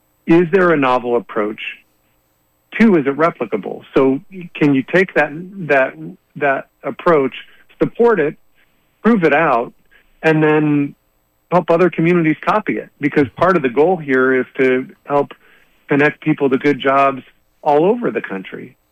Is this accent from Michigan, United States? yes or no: no; Port Angeles, Washington, United States; I grew up in Port Angeles.